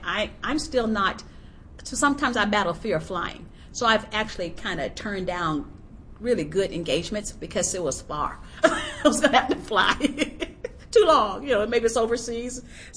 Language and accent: English; Texas, United States; I grew up in the Jim Crow South, and so I'm thinking, this reminds me of when I was in Texas and I was disadvantaged